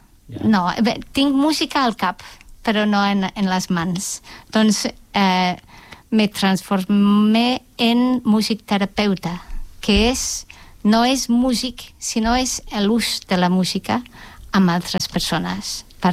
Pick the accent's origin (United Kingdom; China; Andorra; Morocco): United Kingdom; England; Catalan is a second language; moved away as an adult; now in Barcelona, Spain; perquè sóc anglesa i costa per molta gent dir el nom de la forma anglesa.